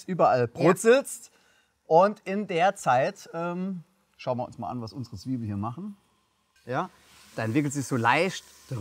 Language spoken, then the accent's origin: German; Saarland, Germany; als Saarländer darf man das sagen